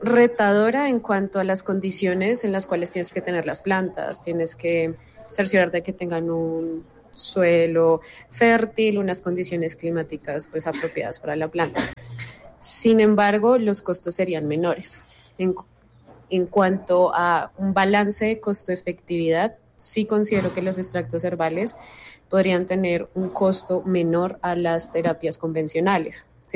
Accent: Colombia; vivimos en Colombia, Colombia es un país biodiverso, es el segundo país más biodiverso del mundo. Creo que sería importante como investigadora colombiana

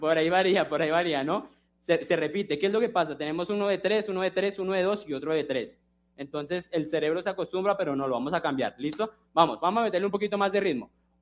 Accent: Bogotá, Colombia; aquí yo soy Rolo, la verdad. ¿Cuántos Rolos tenemos acá?

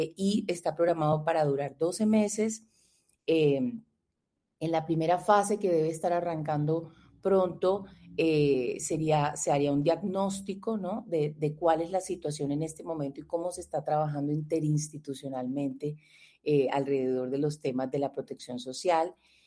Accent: Colombia

